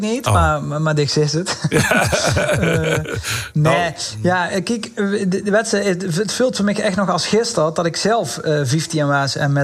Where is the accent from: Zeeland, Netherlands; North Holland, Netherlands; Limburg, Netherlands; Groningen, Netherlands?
Limburg, Netherlands; Venlo; ik kom uit Blierik, hè.